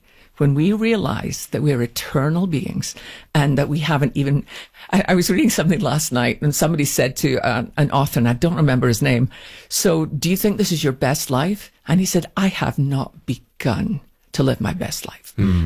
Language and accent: English; Scotland, United Kingdom; because I'm Scottish and we use everything.